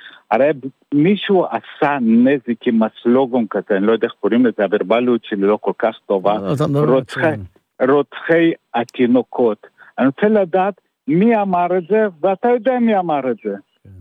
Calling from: Rishon LeZion, Central District, Israel

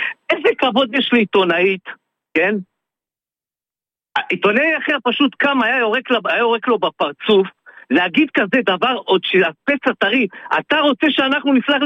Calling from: Haifa, Haifa District, Israel

